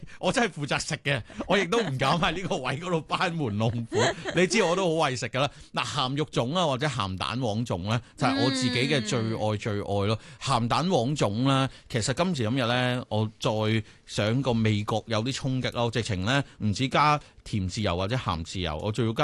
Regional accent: Hong Kong; 作为一个香港人咧

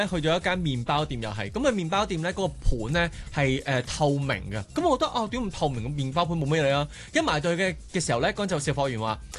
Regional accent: Hong Kong; 我哋香港人

